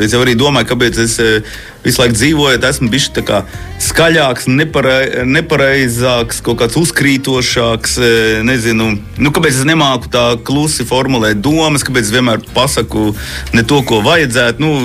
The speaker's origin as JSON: {"language": "Latvian", "region": "Latgale", "country": "Latvia", "tie": "born there", "also_born_or_lived": "Riga", "said": "man tā, nu, tomēr ir bērnības zeme, tā ir mana, kā es to saku, vēsturiskā dzimtenē, kad esmu dzimis Rīgā, un es ar to identificējos, jo esmu arī 100% latgalietis"}